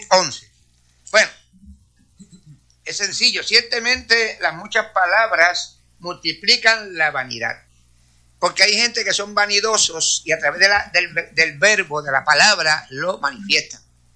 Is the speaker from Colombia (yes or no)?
no; Puerto Rico; Porque yo cuando vine de Puerto Rico, yo era pastor y sigo siendo pastor